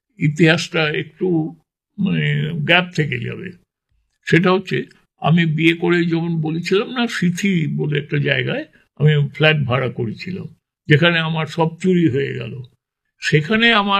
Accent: Kolkata, West Bengal, India; born there; তখন আমরা বউবাজার থেকে আমাদের বাড়ি শিফট করে শ্যামবাজারে চলে গেলাম।

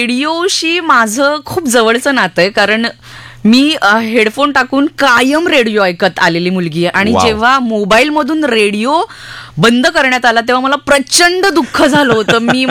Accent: Mumbai, Maharashtra, India; also born or lived in Konkan; मुंबई तर लहानपणी मला आठवतं की मी वरळीची आहे आणि लालबाग परळ खूप जवळ असल्यामुळे

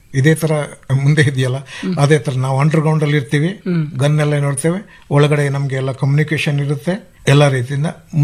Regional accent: Karnataka, India; ಮತ್ತೆ ನಾವು ಮೂಲತಃ ಕೊಡಗಿನವರು, ಆದ್ರಿಂದ ನಾವು ಸ್ವಲ್ಪ ಹಾಕಿ ಆಟಗಾರರು

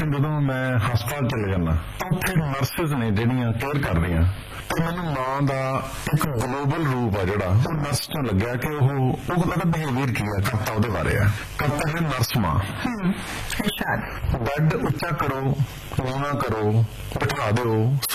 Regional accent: Punjab, India; ਜਿਸ ਟਾਈਮ ਦੇ ਵਿੱਚ ਮੇਰਾ ਬਚਪਨ ਆ, ਉਦੋਂ ਪੰਜਾਬ ਦੇ ਵਿੱਚ ਕੋਈ ਐਂਟਰਟੇਨਮੈਂਟ ਸੀ, ਉਦੋਂ ਫੈਮਿਲੀਜ਼ ਵੱਡੀਆਂ ਹੁੰਦੀਆਂ ਸਾਰੀਆਂ। ਮੈਂ ਪਹਿਲਾ ਬੱਚਾ ਵਾਂ ਮਾਂ ਬਾਪ ਦਾ

